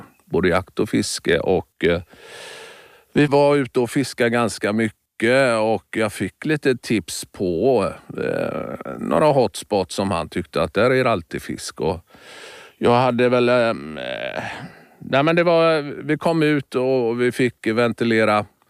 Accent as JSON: {"language": "Swedish", "region": "Västra Götaland County", "country": "Sweden", "tie": "born or raised there", "said": "Fjordar har vi i Bohuslän där jag växte upp."}